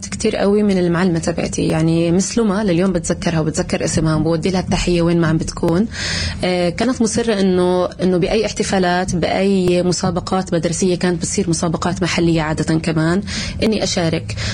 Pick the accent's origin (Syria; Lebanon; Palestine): Palestine; Nablus, West Bank; born there; هي أكيد مواطنة فلسطينية، انولدت في مدينة نابلس، حاليا عمري 32 سنة.